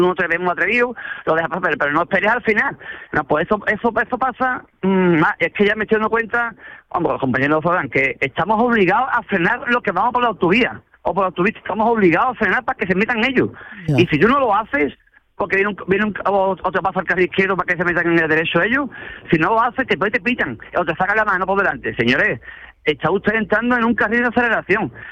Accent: Jerez, Andalusia, Spain; Yo soy de Jerez, claro.

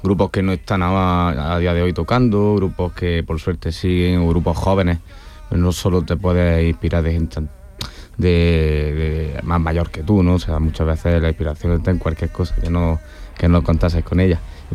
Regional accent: Granada, Andalusia, Spain; Siendo españoles, granadinos y tal, lo normal sería cantar en español. Pero, vamos, crecido en una familia en la que la música inglesa estaba muy presente

